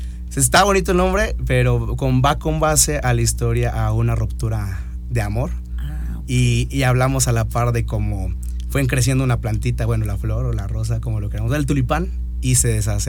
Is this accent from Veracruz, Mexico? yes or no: no; San Luis Potosí, Mexico; mostrando que somos músicos potosinos.